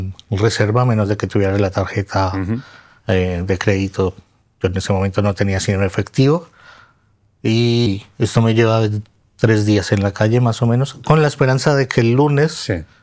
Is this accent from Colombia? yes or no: yes; Colombia; also born or lived in Argentina; now in Spain; Soy de Colombia.